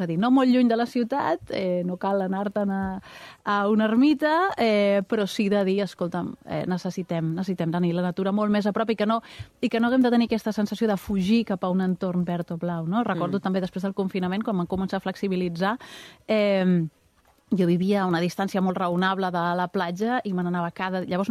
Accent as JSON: {"language": "Catalan", "town": "Barcelona", "region": "Catalonia", "country": "Spain", "tie": "born or raised there", "said": "jo he crescut a Barcelona"}